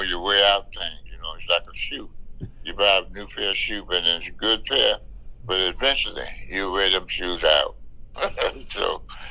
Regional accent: South Carolina, United States; now in Pittsburgh, United States; First I came from South Carolina. I'm at the Pittsburgh.

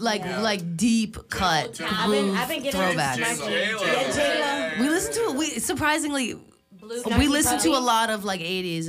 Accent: New York, United States; You know, we're from New York, and we're laid-back people who love each other and just want to spread this sort of message of positivity.

